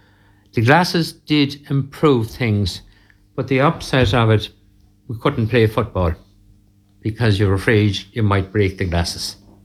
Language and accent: English; Ireland; also born or lived in England